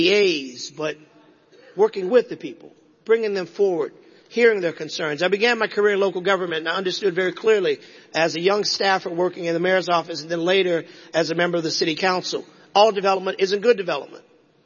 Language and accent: English; Louisiana, United States; I'm from South Louisiana, where energy production, refineries, major ports, and chemical manufacturing are part of the economic backbone of our state.